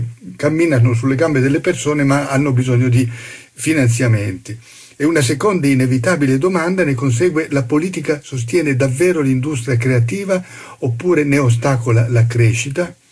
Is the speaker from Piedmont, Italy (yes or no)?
yes; Turin, Piedmont, Italy; Ecco, vengo da Torino, si può immaginare di quale squadra fossi tifoso, anche se ce ne sono due